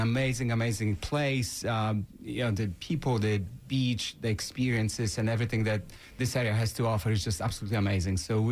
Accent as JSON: {"language": "English", "region": "Podlaskie Voivodeship", "country": "Poland", "tie": "born or raised there", "moved": "yes", "lives_now": "United States", "said": "I grew up in Poland, and I moved to U.S. in 1994."}